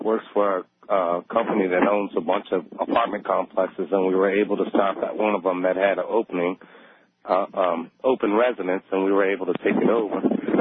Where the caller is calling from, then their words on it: Welsh, Louisiana, United States; I'm in Welsh, Louisiana right now.